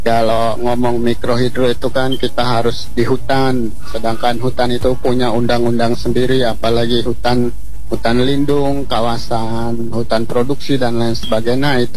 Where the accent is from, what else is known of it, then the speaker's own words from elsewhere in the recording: East Nusa Tenggara, Indonesia; Kalau di Sumba sendiri memang karena sebenarnya di kampung saya sendiri, energi baru terbarukan itu sudah terjadi di tahun 99, Pak.